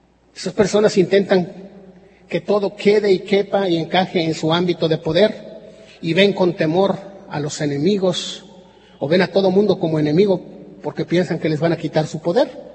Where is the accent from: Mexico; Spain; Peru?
Mexico; San Luis Potosí; moved away; allá de donde yo soy, en San Luis Potosí